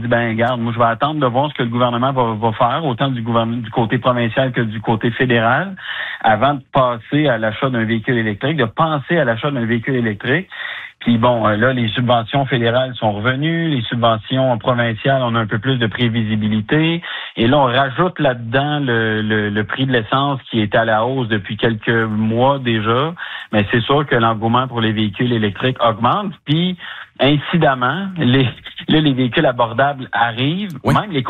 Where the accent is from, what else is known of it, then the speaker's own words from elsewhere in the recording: Quebec, Canada; Chez nous, au Québec, on voit pour différentes raisons que l'engouement est là pour ces véhicules-là.